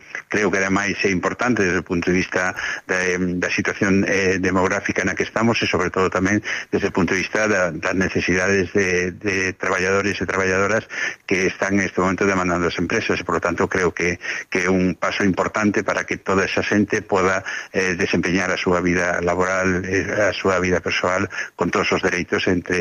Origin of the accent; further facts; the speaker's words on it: Galicia, Spain; sobre todo en el caso de la Galega, que fuimos una comunidad eminentemente emigrante hasta ahora